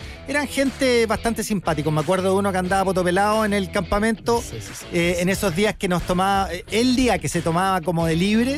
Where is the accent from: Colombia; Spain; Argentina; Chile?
Chile